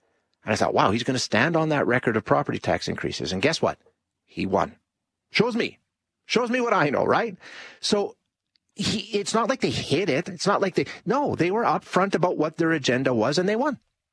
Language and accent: English; Edmonton, Alberta, Canada; also born or lived in Saskatchewan / Calgary; I lived in Saskatchewan for a few years. I lived in Calgary for a few years when I was, you know, in the early days of my career. But I grew up in Edmonton Gold Bar. I live in Edmonton Gold Bar now. Like, 90% of my life, more than 90% of my life has been spent in this neighborhood.